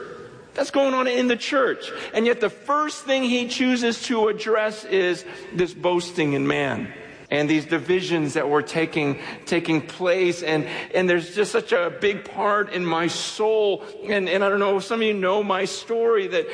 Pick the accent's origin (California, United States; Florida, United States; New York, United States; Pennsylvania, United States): California, United States; San Francisco; I come from San Francisco, and as most of you know, San Francisco is not exactly known for Christianity.